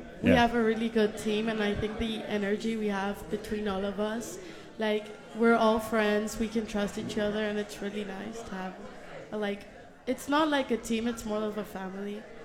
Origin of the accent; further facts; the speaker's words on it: Barcelona, Catalonia, Spain; moved away as an adult; now in New Orleans, United States; I'm from Barcelona, Spain.